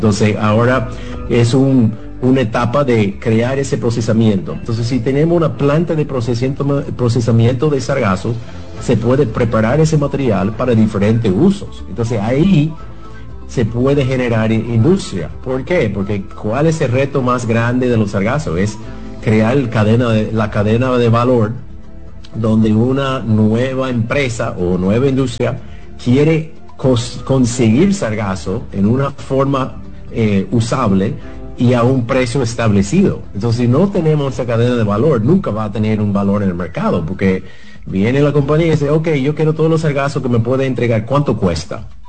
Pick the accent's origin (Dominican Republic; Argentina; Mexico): Dominican Republic; Entonces realmente tenemos que comenzar a visualizar cómo como sociedad dominicana podemos transformar un reto en una gran oportunidad.